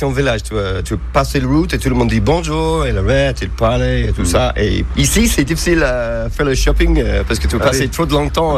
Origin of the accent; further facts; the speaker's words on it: Dublin, Leinster, Ireland; French is a second language; now in Saint-Chef, France; Je suis Irlandais de Dublin.